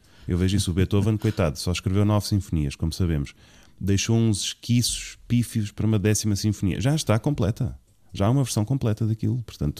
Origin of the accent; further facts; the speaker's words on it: Lisbon, Portugal; moved away as an adult; now in Évora, Portugal; eu sou lisboeta de gema, nascido e criado em Lisboa, mas sinto-me profundamente em casa no Alentejo.